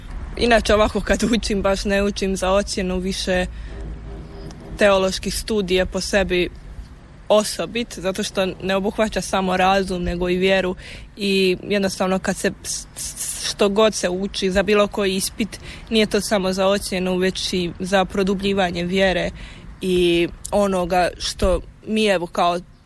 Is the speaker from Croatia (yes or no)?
no; Donja Mahala, Posavina, Bosnia & Herzegovina; Ja dolazim iz Bosanske Posavine, odnosno iz Donje Mahale kod Orašja.